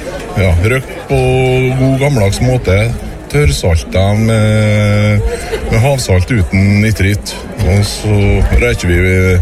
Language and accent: Norwegian; Møre og Romsdal, Norway; Vi er fra Averøya, fra, kommer fra Langøya.